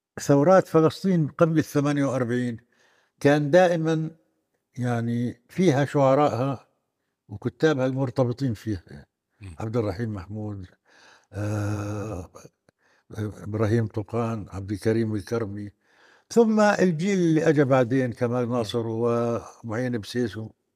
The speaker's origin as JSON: {"language": "Arabic", "town": "Gaza", "region": "Gaza Strip", "country": "Palestine", "moved": "yes", "said": "أنا طويل من غزة"}